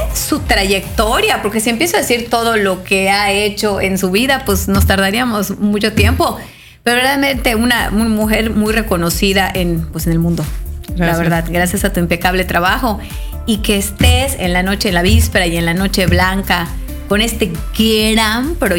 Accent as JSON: {"language": "Spanish", "town": "Mérida", "region": "Yucatán", "country": "Mexico", "said": "como meridanos, sí, como claro, yucatecos"}